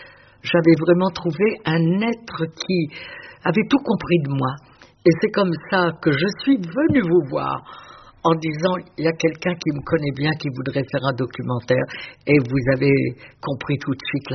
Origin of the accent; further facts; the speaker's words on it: Pont-de-Nieppe, Hauts-de-France, France; born there; Au Pont-de-Nieppe.